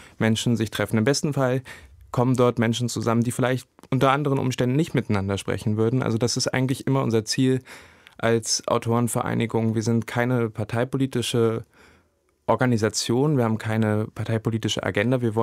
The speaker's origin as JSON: {"language": "German", "region": "Saxony-Anhalt", "country": "Germany", "said": "Ich meine, ich komme aus Sachsen-Anhalt"}